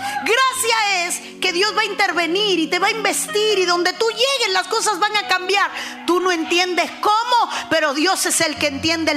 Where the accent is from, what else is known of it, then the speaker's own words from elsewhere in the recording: Cuba; somos cubanos, hablamos un idioma raro.